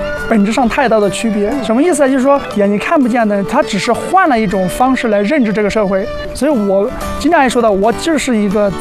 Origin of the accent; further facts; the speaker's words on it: Sichuan, China; now in Beijing, China; 其实我是四川人，就是去北京